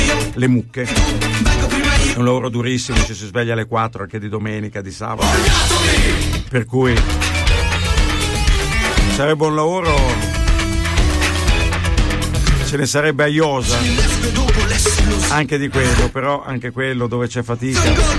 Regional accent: Emilia-Romagna, Italy; Pakistano Reggiano

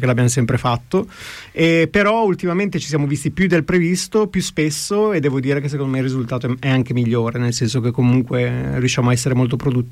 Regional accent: Genoa, Liguria, Italy; Ma io Genova, essendo genovese, un genovese sarà sempre, sarà sempre, come si dice, intorno a Genova anche quando non lo è

